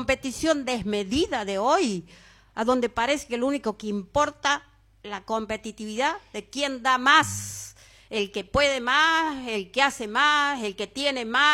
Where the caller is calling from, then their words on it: Olta, La Rioja, Argentina; Yo soy de Olta